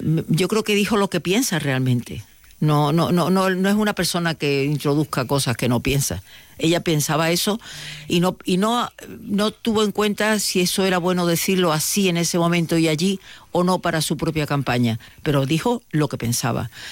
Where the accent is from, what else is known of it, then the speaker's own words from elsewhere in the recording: Andalusia, Spain; Hombre, a mí lo que no me gustaría como andaluza es que los de Vox, que aquí en Andalucía pues tiene algunos problemas, es que no hiciera falta.